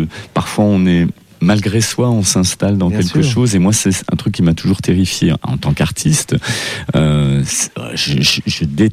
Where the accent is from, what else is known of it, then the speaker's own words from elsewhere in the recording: Avignon, Provence-Alpes-Côte d'Azur, France; born there; Je suis né dans le Hof, à Avignon.